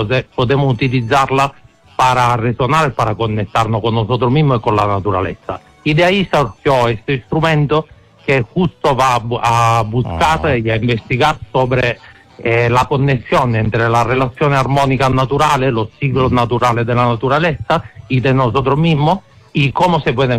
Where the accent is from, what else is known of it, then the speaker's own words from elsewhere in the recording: Italy; Spanish is a second language; Pues se entiende que soy italiano, ¿no?